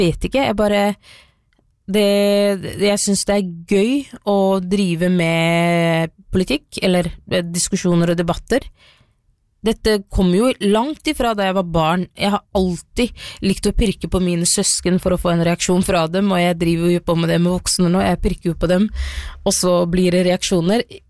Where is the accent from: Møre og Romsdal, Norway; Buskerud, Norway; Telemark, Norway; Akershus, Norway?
Telemark, Norway; Skien; born there; jeg vokste opp i Skien